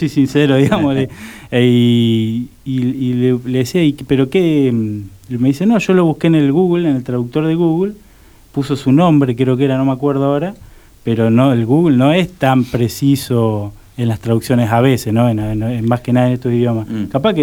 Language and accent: Spanish; Argentina; Soy argentino.